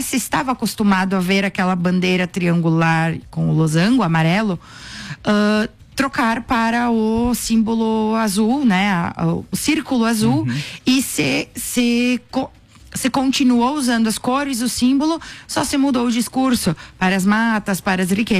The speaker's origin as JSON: {"language": "Portuguese", "country": "Brazil", "said": "somos todos, né, brasileiros"}